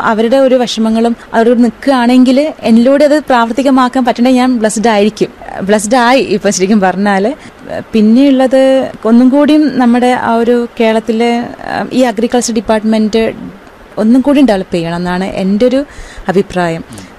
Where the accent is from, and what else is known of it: Kerala, India